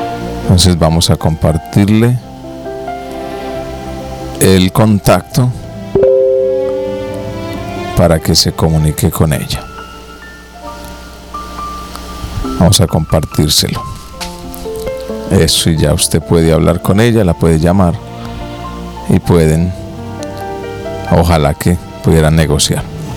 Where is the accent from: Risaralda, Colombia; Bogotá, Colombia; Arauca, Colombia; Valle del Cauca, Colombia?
Risaralda, Colombia; La Virginia; en mi pueblo, en la Virginia